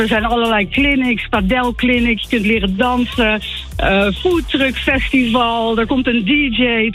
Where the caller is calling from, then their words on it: Sneek, Friesland, Netherlands; wij zijn helemaal vanuit Sneek zijn wij nu naar Limburg gereden.